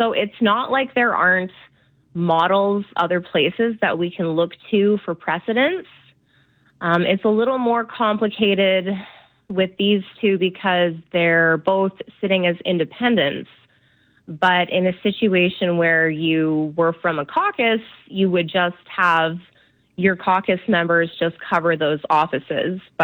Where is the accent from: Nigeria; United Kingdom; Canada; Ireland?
Canada; Penticton, British Columbia; my hometown, Penticton